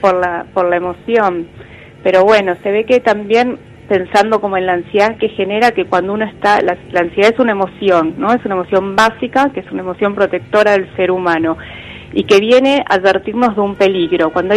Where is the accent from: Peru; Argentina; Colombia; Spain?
Argentina; nos sigue identificando como argentinos